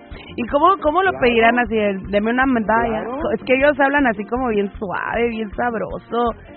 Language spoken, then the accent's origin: Spanish; Mexico; Somos buena onda las mexicanas, solo que tenemos un acento medio extraño.